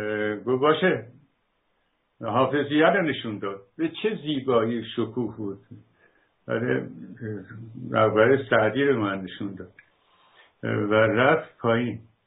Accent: Iran; به عنوان یک ایرانی

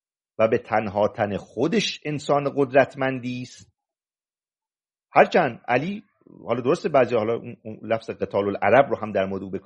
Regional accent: Mazandaran, Iran; من مازندرانی میتوانم با یک شیرازی، با یک نفر لور، با یک نفر ترک، با یک نفر بلوچ بریم آموزش ببینیم

